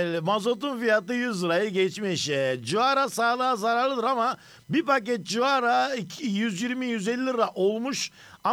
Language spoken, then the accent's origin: Turkish; Mersin, Turkey; born or raised there